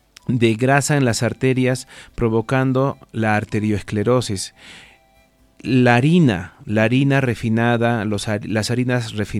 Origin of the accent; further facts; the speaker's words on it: Tarija, Bolivia; Yo vengo desde la ciudad de Tarija. Me encuentro en esta hermosa ciudad de Yayagua